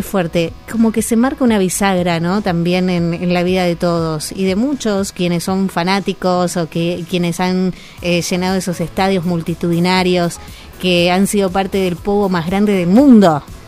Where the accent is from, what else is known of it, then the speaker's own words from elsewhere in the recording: Ramos Mejía, Buenos Aires Province, Argentina; yo nací, ustedes saben, en Buenos Aires, en Ramos Mejía, nací en La Matanza.